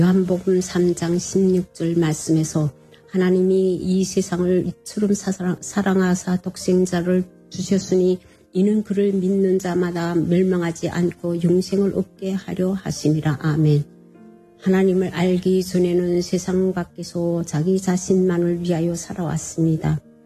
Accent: South Hamgyong, North Korea; now in China; 저는 항해남도에서 온

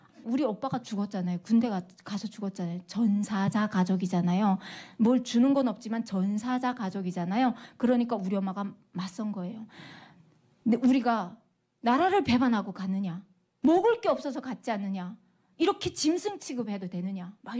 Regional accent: North Korea; 살려주시오. 우리 조선에서 왔습니다. 살려주시오.

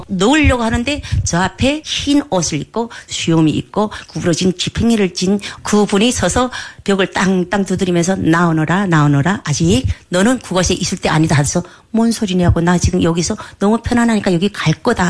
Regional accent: North Korea; moved away as an adult; now in South Korea; 제가 북한에서 왔다니까

